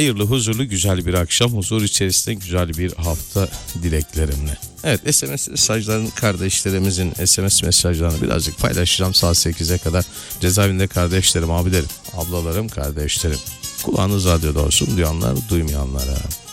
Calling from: Bornova, İzmir, Turkey

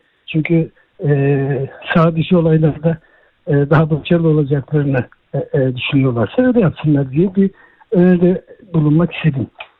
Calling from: Gebze, Kocaeli, Turkey; Gezce'den arıyorum.

